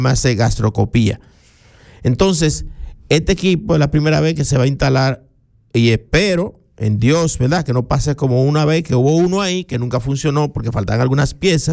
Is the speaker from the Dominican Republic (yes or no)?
yes; Barahona, Dominican Republic; moved away; yo soy de aquí, de Pescadería